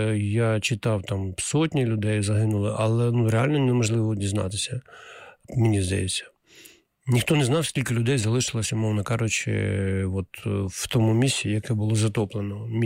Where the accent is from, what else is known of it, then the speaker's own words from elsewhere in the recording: Kalanchak, Kherson Oblast, Ukraine; moved away; мене вчили в Каланчатській середній школі імені Надії Костянтинівни Крупської, якою закінчив золотою медаллю